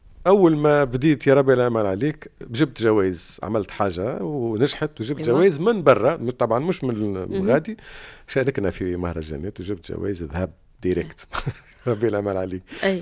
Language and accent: Arabic; Tunisia; مش من جنسيتي، خلي يعني انا